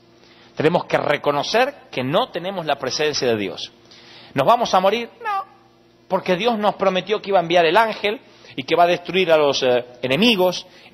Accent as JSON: {"language": "Spanish", "country": "Argentina", "said": "no queríamos reconocer como buenos argentinos, pedantes y orgullosos, de que necesitábamos tener algo diferente"}